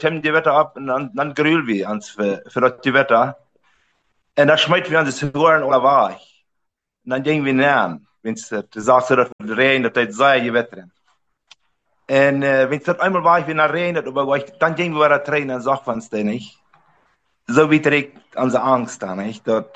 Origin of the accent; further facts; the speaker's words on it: Riva Palacio, Santa Cruz, Bolivia; also born or lived in Mexico; Und wir sind in Mexiko geboren und dann sind wir in Bolivien gekommen, 70. Und dann sind wir in der Knie abgewachsen, in den Riva Palacio Knie, bei den Vrechas.